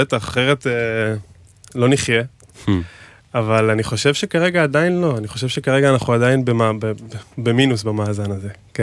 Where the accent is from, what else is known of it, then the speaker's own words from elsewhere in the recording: Binyamina, Haifa District, Israel; now in Tel Aviv, Israel; בן 24, כרגע מתל אביב, מוזיקאי. בשנה האחרונה עובד על אלבום ראשון שיצא לפני שבוע. במקור אני מבנימינה.